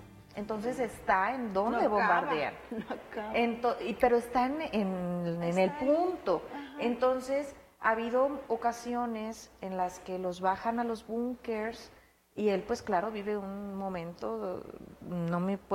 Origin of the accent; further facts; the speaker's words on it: Mexico; Y yo decía, ¡oh! Como toda mexicana, a lo mejor, y la idiosincrasia de acá